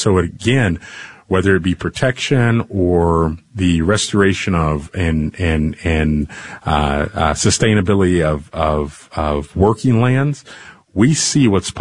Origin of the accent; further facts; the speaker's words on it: Texas, United States; moved away as an adult; also born or lived in the Southwest; now in North Dakota, United States; Particularly where I live and where I've grown up. I grew up in Texas and the Southwest, and now for the last 20 years in North Dakota.